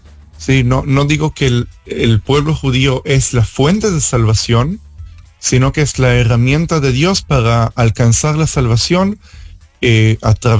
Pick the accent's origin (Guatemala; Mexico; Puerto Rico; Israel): Israel; Se conocieron en Israel y yo nací en Israel, como dije. Crecí como judío secular.